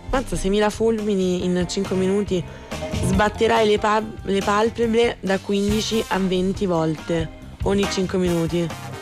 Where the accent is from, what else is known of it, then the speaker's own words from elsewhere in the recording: Rome, Lazio, Italy; Noi invece siamo di Roma